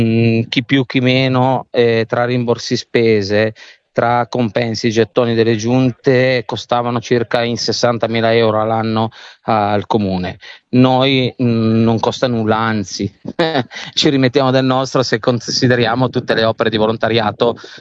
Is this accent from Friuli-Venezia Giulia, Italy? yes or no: no; Sanremo, Liguria, Italy; born there; now in Triora, Italy; io non sono di Triora, io sono originario abruzzese, però sono nato a Sanremo, però già da ragazzo, quando avevo 10, 11, 12 anni, ho iniziato a venire in questa valle, dove nella Valle Argentina